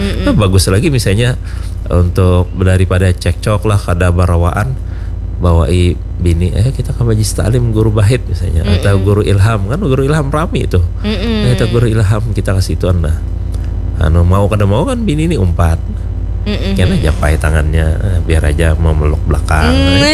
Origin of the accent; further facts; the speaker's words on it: South Kalimantan, Indonesia; Kita orang Banjar mulai zaman dulu ada.